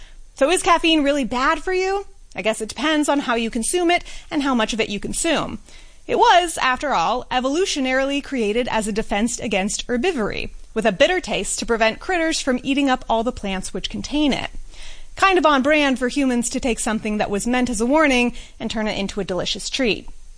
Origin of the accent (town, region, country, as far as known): San Francisco, California, United States; born or raised there